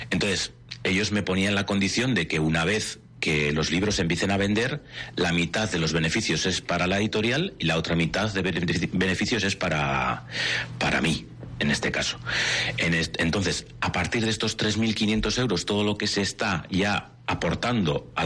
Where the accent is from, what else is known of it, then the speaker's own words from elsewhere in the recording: Biscay, Basque Country, Spain; now in Seville, Spain; soy vizcaíno, vivo en Sevilla